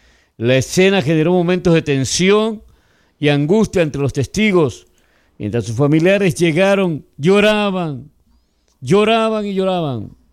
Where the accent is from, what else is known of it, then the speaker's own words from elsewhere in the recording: Coast, Ecuador; accent: costeño; now in Manta, Ecuador; Somos de la costa nosotros, claro, hablamos como costeño.